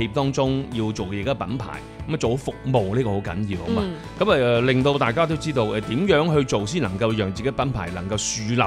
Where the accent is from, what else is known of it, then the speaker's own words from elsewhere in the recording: China; 越南好多嘅酒店系我哋中国人过去见嘅，所以要求质量好高吓